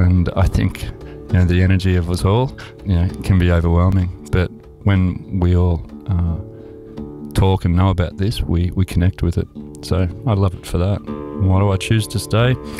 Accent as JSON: {"language": "English", "town": "Geelong", "region": "Victoria", "country": "Australia", "tie": "born there", "also_born_or_lived": "Queensland", "moved": "yes", "said": "I was born in Geelong in Victoria."}